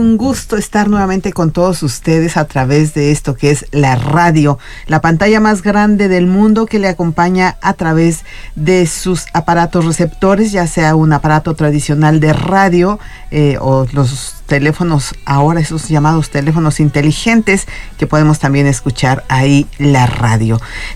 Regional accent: Santiago de Querétaro, Querétaro, Mexico; los que somos queretanos de nacimiento

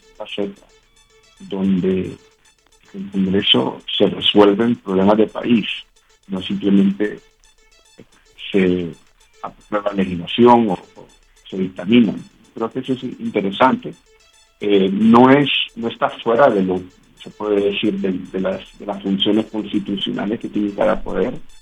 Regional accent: Honduras; como hondureño debemos también entender

